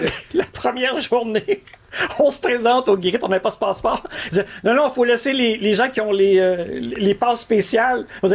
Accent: Quebec, Canada; je suis parti du Québec à 20 ans

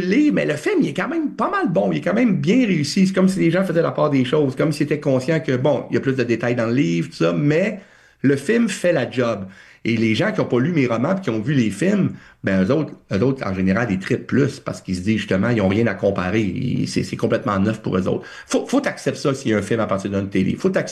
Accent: Drummondville, Quebec, Canada; Dans tous mes romans, je parle de Drummondville parce que oui, c'est une façon de rendre hommage à ma ville natale.

